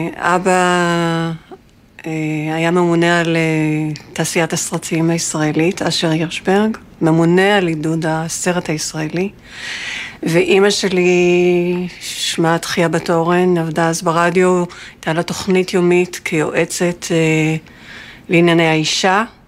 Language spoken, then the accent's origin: Hebrew; Jerusalem, Jerusalem District, Israel; אני מירושלים, 1955, ינואר. אמא שלי באה מקנדה